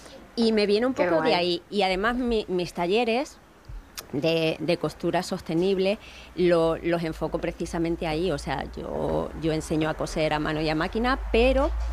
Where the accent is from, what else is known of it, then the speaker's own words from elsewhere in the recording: Extremadura, Spain; quería hacer algo relacionado con mi tierra. Y qué mejor que irme a mi tierra, repensarla un poco y decir... ¿Qué es lo más característico de la Vera? El pimentón